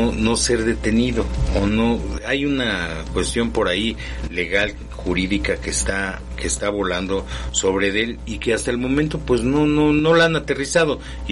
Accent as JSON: {"language": "Spanish", "country": "Mexico"}